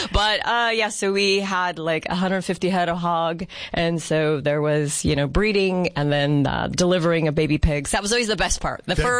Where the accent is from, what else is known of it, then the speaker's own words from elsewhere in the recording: California, United States; moved away as an adult; now in Yuma, United States; Not originally. Originally, I'm from California. I moved here, though. I've been here about 22 years.